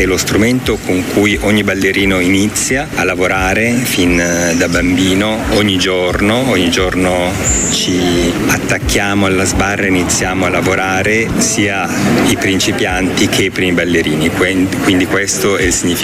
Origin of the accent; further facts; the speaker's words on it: Piedmont, Italy; sono piemontese e sono legato a questa città.